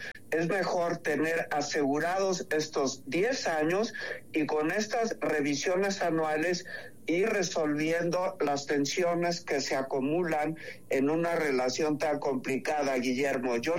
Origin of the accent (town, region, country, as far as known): Mexico